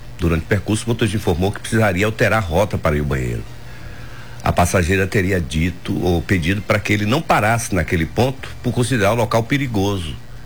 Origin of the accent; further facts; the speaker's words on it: Ribeira, Brazil; Eu sou de Ribeira, mas tenho 40 anos aqui.